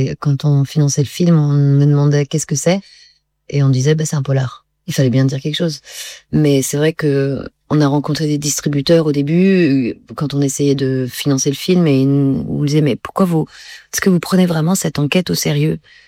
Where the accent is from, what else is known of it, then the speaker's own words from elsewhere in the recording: Grand Est, France; moved away; Donc moi, j'ai grandi dans la Marne, mais c'était pas par choix.